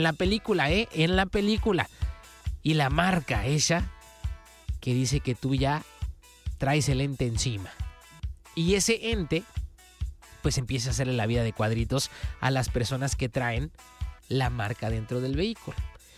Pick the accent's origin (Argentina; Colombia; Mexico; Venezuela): Mexico; Nosotros acá en México